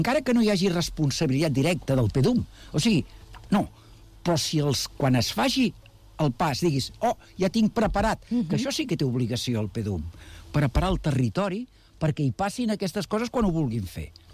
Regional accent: Badalona, Catalonia, Spain

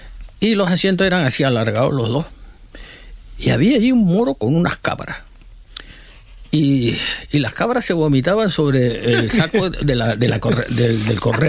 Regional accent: Tenerife, Canary Islands, Spain; Yo como chicharro, como tinerfeño

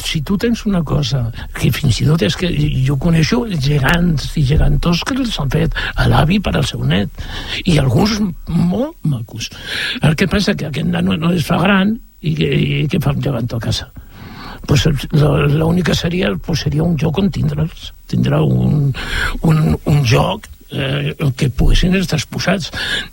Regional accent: Barcelona, Catalonia, Spain; born there; jo soc nascut a Barcelona i també era de barri del tros aquell, i jo em sento sobretot primer de Cans Blancs i Casablanca.

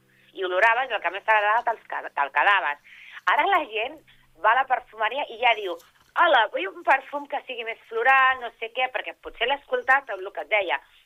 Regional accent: Terrassa, Catalonia, Spain; T'ho dic Terrassa, jo soc de Terrassa.

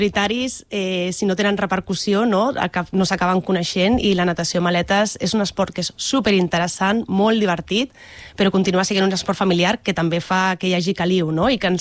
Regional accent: L'Hospitalet de Llobregat, Catalonia, Spain; now in Cornellà de Llobregat, Spain; A mi m'agrada dir que sóc de Bellvitge, ho dic amb molt d'orgull.

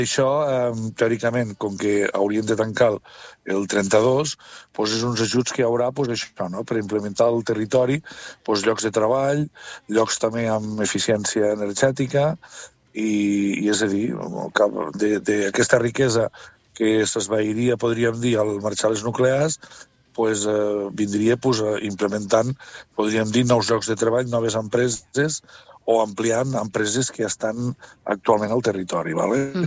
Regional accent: Catalonia, Spain; els municipis de la part lleidatana, que som els del Segrià, de la part sud del Segrià

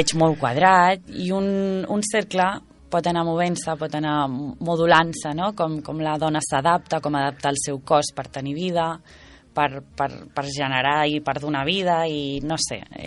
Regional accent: Sant Quirze del Vallès, Catalonia, Spain; Jo soc de les Fonts de Sant Quirze i realment no, allà a les Fonts és un barri molt petit.

